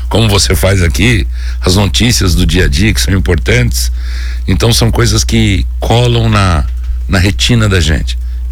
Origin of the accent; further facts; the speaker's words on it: Brazil; sou brasileiro.